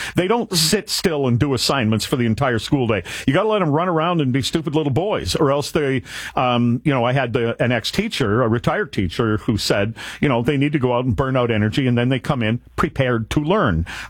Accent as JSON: {"language": "English", "country": "Canada", "said": "Well, maybe, but I'm a Canadian."}